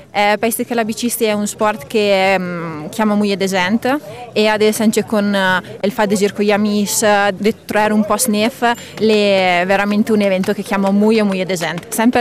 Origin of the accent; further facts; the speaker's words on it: Canazei, Trentino-Alto Adige, Italy; vengo da Cianacei